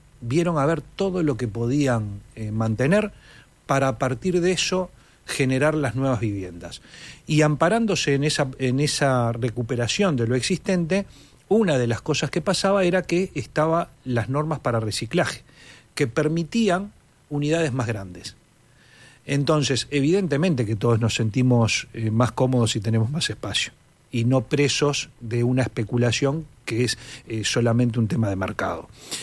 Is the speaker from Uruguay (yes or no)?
yes; Uruguay; la mejor manera de vivir que necesitaríamos nosotros como uruguayos.